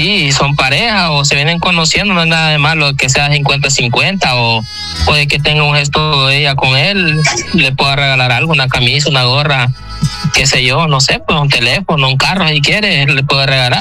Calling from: Tegucigalpa, Francisco Morazán, Honduras; Yo los escucho de aquí, de Tegucigalpa, Honduras.

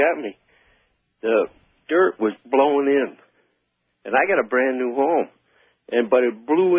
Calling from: Pahrump, Nevada, United States; I live over here on Yucca Terrace.

